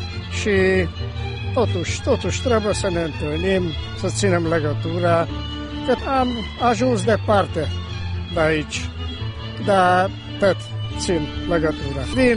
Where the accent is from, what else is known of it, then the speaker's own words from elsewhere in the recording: Battonya, Békés, Hungary; now in Budapest, Hungary; Eu stau chiar în Budapesta, dar sunt din Bătania, așa că am legătura cu județul.